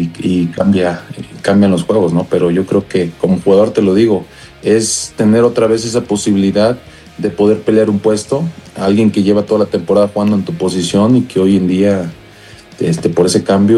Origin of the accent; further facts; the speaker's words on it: Mexico; esperando que sea un gran mundial como todo mexicano